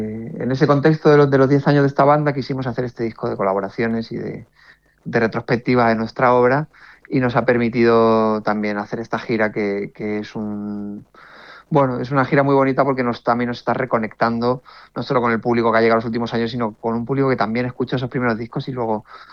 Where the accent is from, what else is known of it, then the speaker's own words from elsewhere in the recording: Community of Madrid, Spain; para mí que nazco en las afueras de la periferia de Madrid, que con 20 años abandono por primera vez mi hogar y me vengo meses aquí con la mochila y con la guitarra